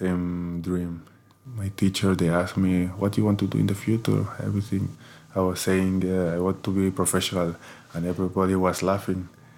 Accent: Catalonia, Spain; English is a second language; my hometown is in Catalonia. It's like close to Barcelona, like 1 hour to Barcelona.

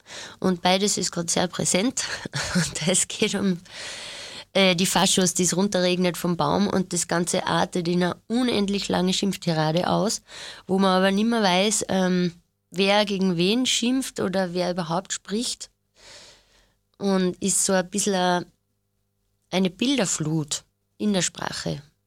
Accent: Mauthausen, Upper Austria, Austria; moved away as an adult; also born or lived in Linz; now in Vienna, Austria; Also ich bin in der Nähe von Linz aufgewachsen, Mauthausen, und bin halt in Linz in die Schule gegangen, ins Stiftergymnasium, in den Musikschwerpunkt.

